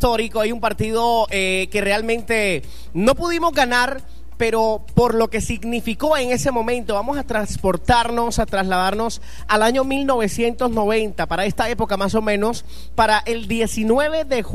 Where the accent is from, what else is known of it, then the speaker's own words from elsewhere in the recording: Colombia; y nosotros como colombianos